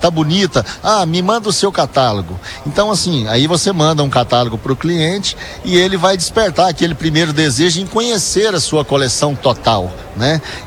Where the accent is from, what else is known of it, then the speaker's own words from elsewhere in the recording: Goiás, Brazil; accent: Goiano; como diz o nosso dialeto goiano aqui